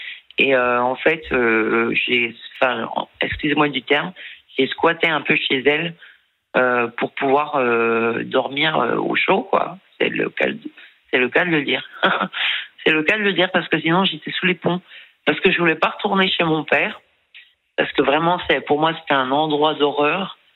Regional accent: Bourgogne-Franche-Comté, France; moved away; also born or lived in England; Et je suis partie en Angleterre pour tenter ma chance. Parce que bon, je suis du Jura. Je viens d'un tout petit patelin.

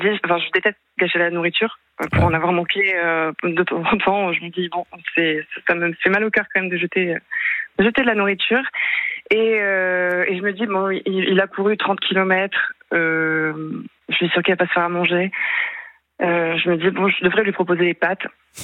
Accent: Hauts-de-France, France; moved away; Moi, je viens du Nord-Pas-de-Calais.

